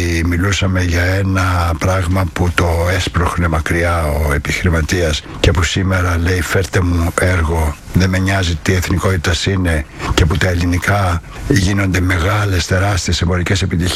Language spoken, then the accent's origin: Greek; Greece